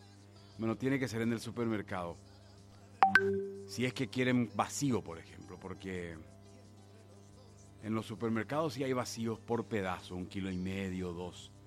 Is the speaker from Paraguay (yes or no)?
yes; Paraguay